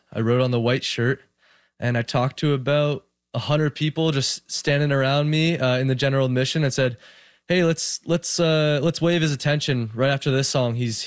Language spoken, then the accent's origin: English; Toronto, Ontario, Canada; heading towards the Niagara area where I'm from Toronto.